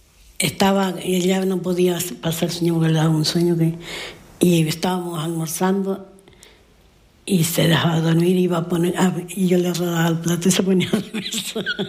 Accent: El Roque, Canary Islands, Spain; nosotras después ya bajamos del Roque a Cabo Blanco. Es decir, mi pueblo está más alto y Cabo Blanco como más a la costa.

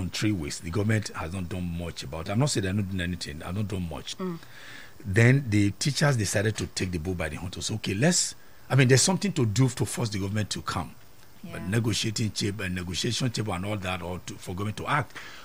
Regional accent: Nigeria; As a parent and as a Nigerian

